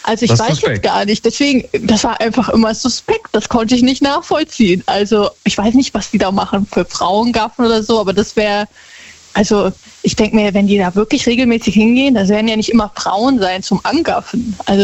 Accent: Montabaur, Rhineland-Palatinate, Germany; Montabaur.

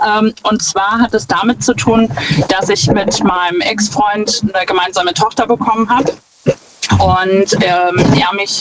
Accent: Schwetzingen, Baden-Württemberg, Germany; Ich bin aus Schwetzing.

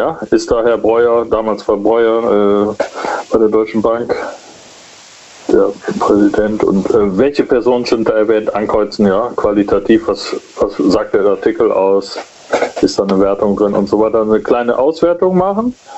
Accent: Stuttgart, Baden-Württemberg, Germany; Ich habe ja, glaube ich, erzählt, ich komme aus Stuttgart und da gibt es viele Staffeln, da musst du die Staffeln hochrennen, bleibst fit.

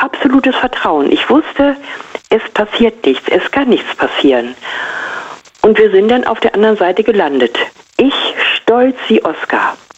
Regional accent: Germany; Na gut, ich bin auf dem Land groß geworden und die Weser war halt im Sommer unser absoluter Treffpunkt, da haben sich alle getroffen.

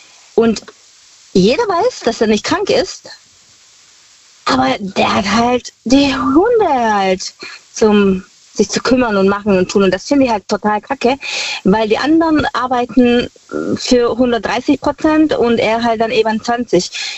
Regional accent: Heidenheim an der Brenz, Baden-Württemberg, Germany; Aus Heidenheim an der Brenz.

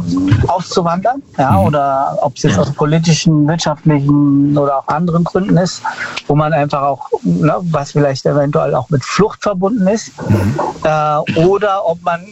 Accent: Frankfurt, Hesse, Germany; Ich komme aus Frankfurt.

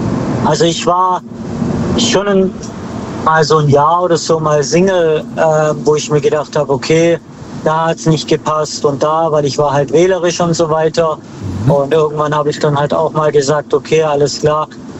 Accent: Baden-Württemberg, Germany; Aus dem Schwarzwald.

